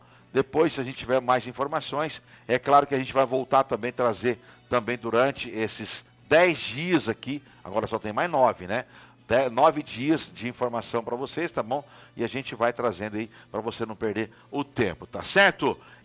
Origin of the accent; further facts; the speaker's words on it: São Paulo, Brazil; now in Barra do Garças, Brazil; no interior de São Paulo, onde eu fui criado, onde fui formado, não tem universidade.